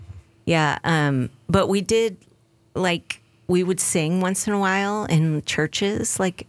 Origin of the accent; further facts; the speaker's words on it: Fruitport, Michigan, United States; also born or lived in Grand Haven, Michigan; I was born in Grand Haven, Michigan, but I grew up in a teeny little town called Fruitport, Michigan.